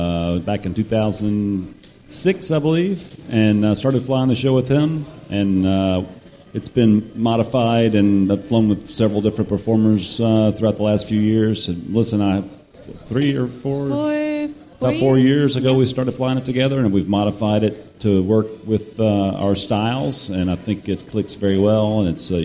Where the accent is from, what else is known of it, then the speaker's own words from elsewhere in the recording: Memphis, Tennessee, United States; Memphis, Tennessee.